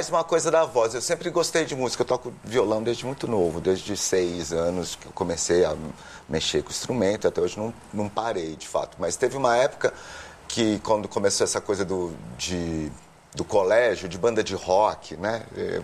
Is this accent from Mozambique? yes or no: no; Brazil